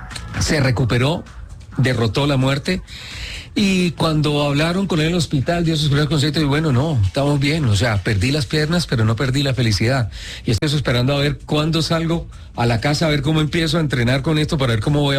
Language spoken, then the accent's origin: Spanish; Colombia; Yo soy colombiano.